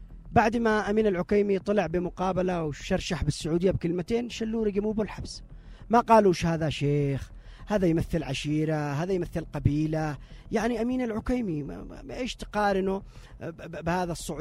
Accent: Yemen

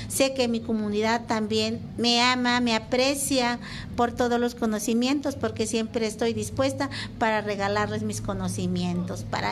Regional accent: Papantla, Veracruz, Mexico

